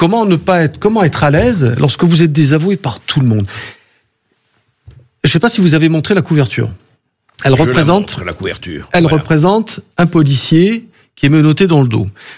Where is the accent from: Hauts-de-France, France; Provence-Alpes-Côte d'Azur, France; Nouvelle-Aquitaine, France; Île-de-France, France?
Provence-Alpes-Côte d'Azur, France; Marseille; j'ai grandi à Marseille.